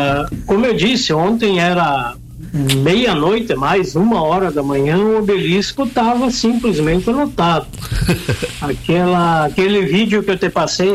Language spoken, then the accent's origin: Portuguese; Brazil; moved away; Quando descobrem que eu sou brasileiro, né?